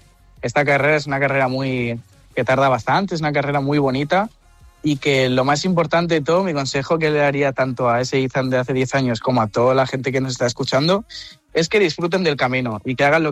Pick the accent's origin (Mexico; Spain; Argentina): Spain; Ibiza, Balearic Islands; me está recordando mucho a mi tierra, Ibiza.